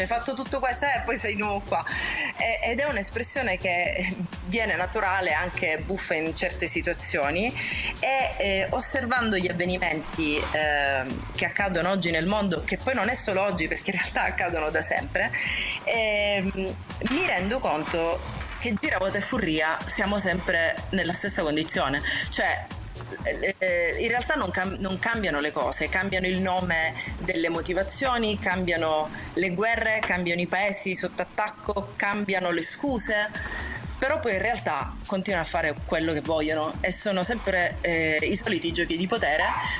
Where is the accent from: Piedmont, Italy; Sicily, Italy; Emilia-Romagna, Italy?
Sicily, Italy; Catania; moved away; a Catania, che è la mia città d'origine